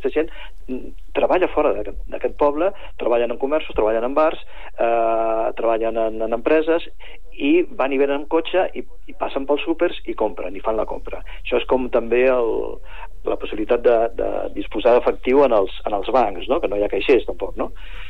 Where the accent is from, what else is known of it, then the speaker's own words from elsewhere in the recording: Barberà de la Conca, Catalonia, Spain; jo vinc de Barberà de la Conca, que és un municipi que té 426 habitants. És a dir, conec una mica la situació.